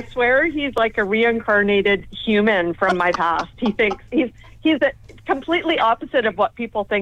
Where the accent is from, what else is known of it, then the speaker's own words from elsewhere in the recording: Winnipeg, Manitoba, Canada; moved away as an adult; also born or lived in Northwestern Ontario; now in Altona, Canada; I'm originally from Winnipeg. And little over 30 years ago, I moved to Northwestern Ontario for a year to try it.